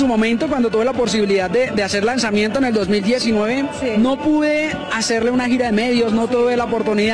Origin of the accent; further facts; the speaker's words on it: Choachí, Cundinamarca, Colombia; la cantamos en mi pueblo, en Choachí